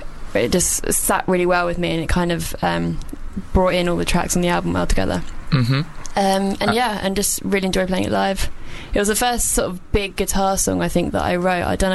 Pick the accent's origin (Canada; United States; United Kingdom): United Kingdom; South East England; Near Hastings, south of England.